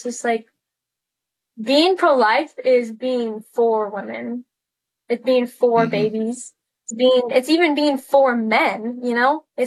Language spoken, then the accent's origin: English; Idaho, United States; I went to school in a very liberal town, which is weird for the state that I grew up in. I grew up in Idaho